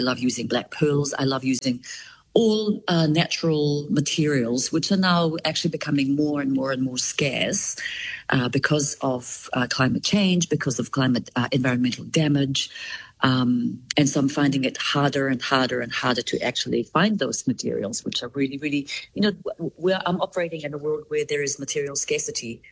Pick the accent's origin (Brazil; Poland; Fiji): Fiji; Rotuma; also born or lived in New Zealand; because if you read my bio, I was born in Aotearoa, New Zealand. I was taken back to Rotuma and I had my first birthday there and my 13th birthday there. So those first formative years of my childhood was being brought up in Rotuma